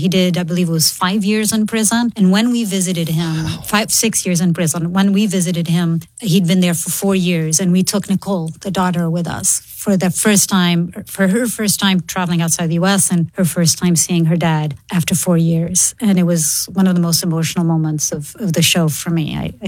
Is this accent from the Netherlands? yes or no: no; Portugal; So in Mozambique, they speak Portuguese. I'm from Portugal.